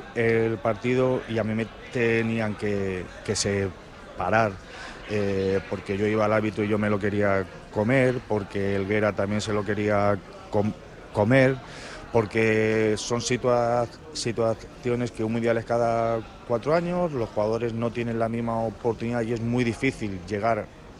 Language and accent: Spanish; Spain; soy español, porque juego en la selección